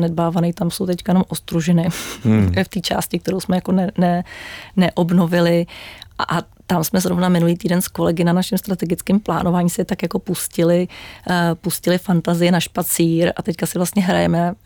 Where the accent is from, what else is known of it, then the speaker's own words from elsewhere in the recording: Prague, Czechia; Ještě pořád jsme v létech mého mládí na Jižním městě